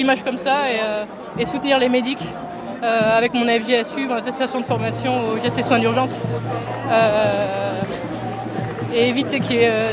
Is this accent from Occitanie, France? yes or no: yes; Occitanie, France; Alors chez moi dans le Couserans, la SMDEA, voilà, ils mettent des compteurs sur les sources, ils privatisent les sources.